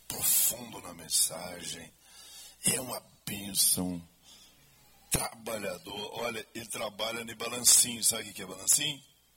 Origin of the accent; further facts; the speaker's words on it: Brazil; É, nós somos brasileiros, somos.